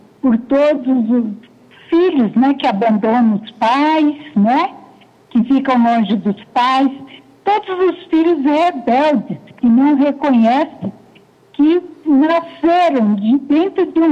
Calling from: Araucária, Paraná, Brazil; Eu sou de Araucária.

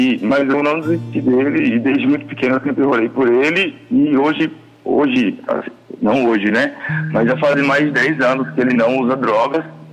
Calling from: São José dos Pinhais, Paraná, Brazil; São José dos Pinhais, Paraná.

